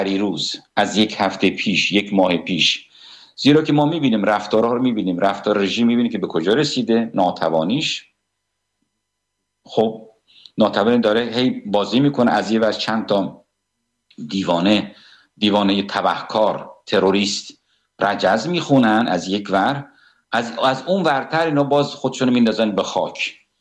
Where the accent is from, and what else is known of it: Iran; now in Sweden